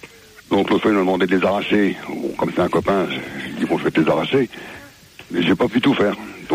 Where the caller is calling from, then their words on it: Chartres, Centre-Val de Loire, France; puisque moi j'habite à Chartres